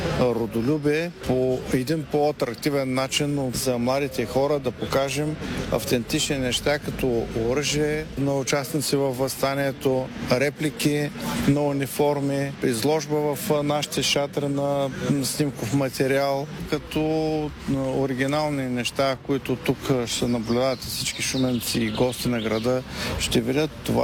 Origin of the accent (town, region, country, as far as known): Shumen, Shumen Province, Bulgaria